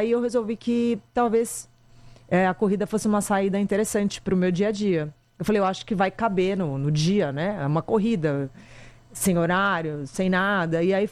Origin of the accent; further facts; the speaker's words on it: Santos, São Paulo, Brazil; moved away as an adult; now in São Paulo, Brazil; Eu sou de Santos. E aí, quando eu vim morar aqui, faz mais de 20 anos isso